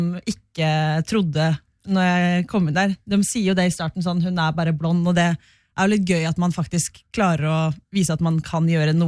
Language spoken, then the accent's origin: Norwegian; Askim, Østfold, Norway; Men jeg kommer fra Askim